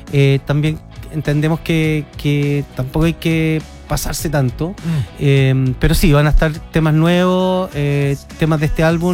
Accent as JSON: {"language": "Spanish", "town": "Santiago", "region": "Santiago Metropolitan Region", "country": "Chile", "tie": "born or raised there", "said": "Aquí nacimos, crecimos, aquí nos hemos machucado. Y es una ciudad que es de antes, de ahora y del futuro. Entonces es un tributo también a esta ciudad de Santiago, de la cual somos tan presentes"}